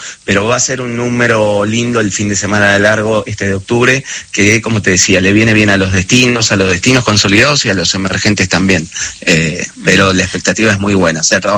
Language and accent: Spanish; Bariloche, Río Negro, Argentina; yo soy de Bariloche y durante muchos años no llegaba el asado con hueso a Bariloche